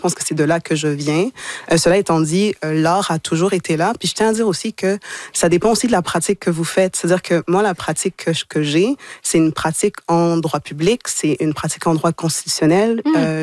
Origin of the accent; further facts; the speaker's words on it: Port-au-Prince, Haiti; born there; Moi, je suis née à Port-au-Prince, j'ai grandi ici.